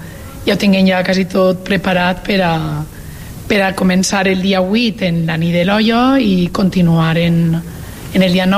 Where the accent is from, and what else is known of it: Bèlgida, Valencian Community, Spain